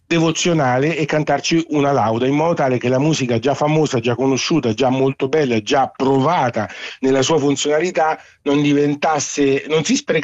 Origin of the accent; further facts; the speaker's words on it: Assisi, Umbria, Italy; born there; Noi che siamo nati ad Assisi